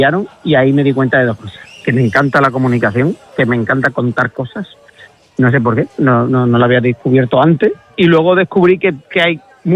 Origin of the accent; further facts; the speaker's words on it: Villalba, Andalusia, Spain; mi pueblo está a 40... Yo digo que Villalba está a 40 kilómetros de todo, porque está a 40 kilómetros de Huelva capital, está a 45 de Sevilla, está a 42 del Rocío